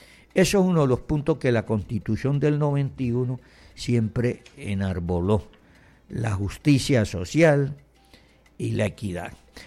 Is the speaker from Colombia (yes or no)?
yes; Colombia